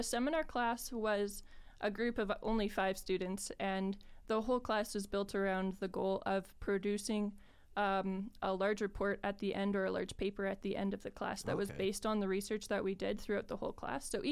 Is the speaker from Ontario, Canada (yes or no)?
no; Smithers, British Columbia, Canada; moved away as an adult; now in Prince George, Canada; I was born in BC, but I lived most of my life in Smithers, just 4 hours away from here.